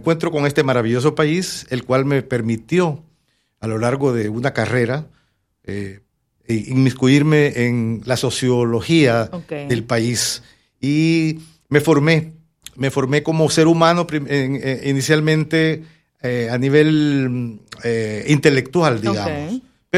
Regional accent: El Salvador; moved away as an adult; now in Panama; Después de graduarme de la escuela secundaria en mi país, El Salvador

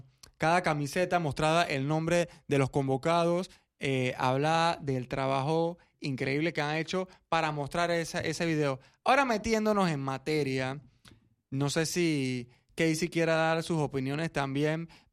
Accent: Panama; uno lo ve como panameño

